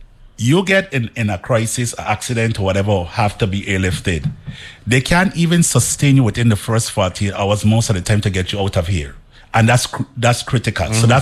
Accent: Frederiksted, St. Croix, U.S. Virgin Islands; I'm from Frederickstead.

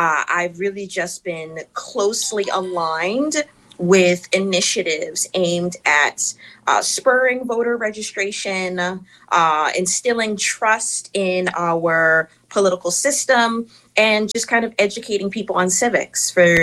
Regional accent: St. John, U.S. Virgin Islands; born there; also born or lived in Florida, United States; So me and my mother are originally from the States, but we've been in the Virgin Islands since, 2010 at this point. So I grew up in St. John.

